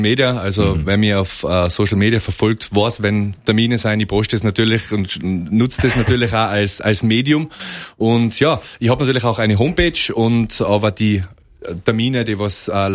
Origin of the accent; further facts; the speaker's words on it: Tyrol, Austria; Es gibt ganz, ganz viele Schicksale, auch speziell bei uns in Österreich, auch in Tirol, wo man sich halt denkt